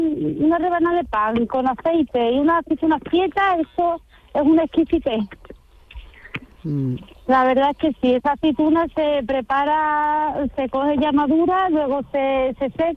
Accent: Arahal, Andalusia, Spain; born there; yo soy de Aral, de nacimiento.

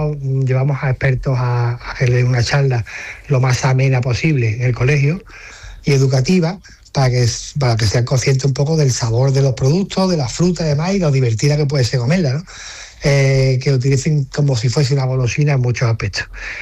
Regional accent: Marbella, Andalusia, Spain; yo soy de Alabri Grande, con mucho cariño y mucho respeto, pero yo me crié en Marbella

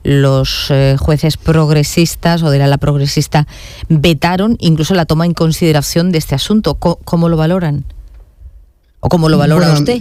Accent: Almería, Andalusia, Spain; aplauso para nuestra tierra querida Almería.

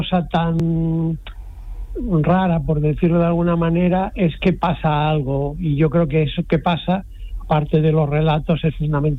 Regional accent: Spain; yo quizá porque soy español y no soy argentino

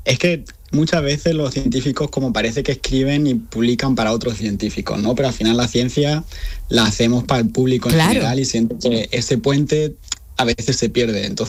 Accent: Úbeda, Andalusia, Spain; Tocaba guitarra flamenca en Úbeda, que yo soy de Úbeda, de Jaén, y la sigo desde entonces.

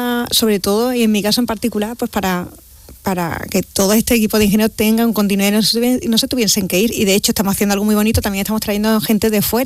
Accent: Andalusia, Spain; que es verdad que no somos en general, los andaluces no somos como los vascos, a lo mejor, que son más empresarios

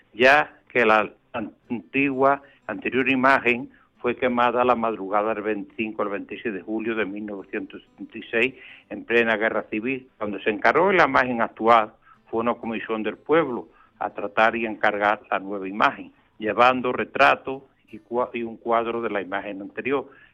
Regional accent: Arroyomolinos de León, Andalusia, Spain; de Arroyo Molinos de León, Huelva.

